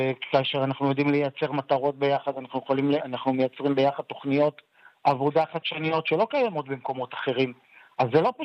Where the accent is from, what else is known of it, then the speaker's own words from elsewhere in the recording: Nesher, Haifa District, Israel; אני יליד נשר, הילדים שלי הם דור חמישי לתושבי נשר.